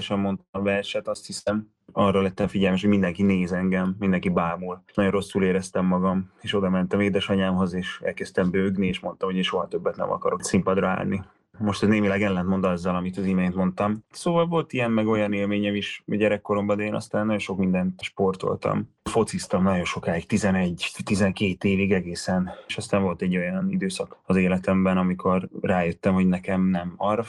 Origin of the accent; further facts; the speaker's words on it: Subotica, Vojvodina, Serbia; moved away; Ami Szabadkán volt előadás, amikor én 3 és 18 éves voltam, abban a 15 évben én szerintem mindent láttam.